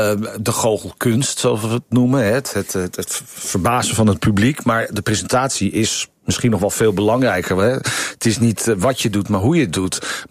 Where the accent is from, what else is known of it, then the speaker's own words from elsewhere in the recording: Purmerend, North Holland, Netherlands; Ik ben geboren in Purmerend.